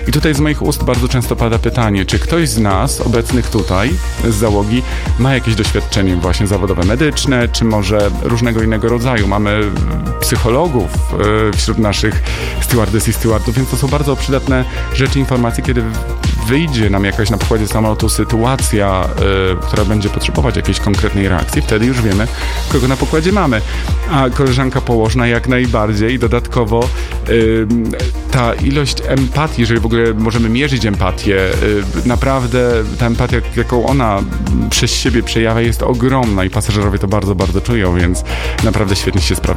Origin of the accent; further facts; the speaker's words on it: Nowy Sącz, Lesser Poland, Poland; Ja powiedziałem, że faktycznie urodziłem się w Nowym Sączu i to moje rodzinne miasto, do którego zawsze z sentymentem wracam.